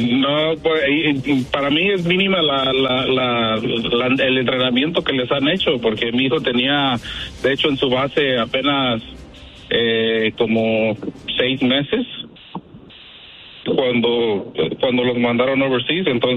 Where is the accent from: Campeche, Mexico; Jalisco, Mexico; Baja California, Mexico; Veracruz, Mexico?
Jalisco, Mexico